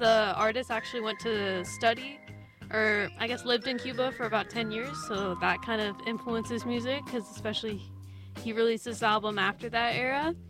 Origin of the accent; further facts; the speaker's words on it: England, United Kingdom; I am English personally, so obviously I know the Premier League